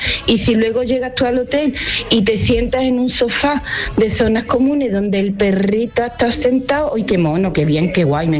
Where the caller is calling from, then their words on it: Seville, Andalusia, Spain; de Sevilla